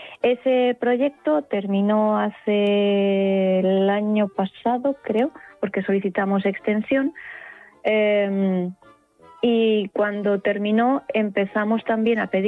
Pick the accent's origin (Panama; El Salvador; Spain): Spain; Murcia, Region of Murcia; Soy murciana. Nací en Murcia, crecí toda mi infancia pasando los veranos en los Urrutias, a las orillas del Mar Menor